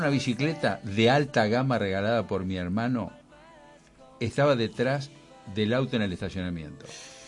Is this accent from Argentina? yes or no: yes; Pergamino, Buenos Aires Province, Argentina; moved away; cuando era chico en mi pergamino natal, mis vecinos.